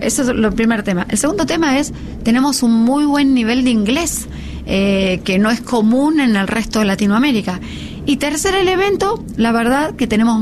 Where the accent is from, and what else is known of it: Argentina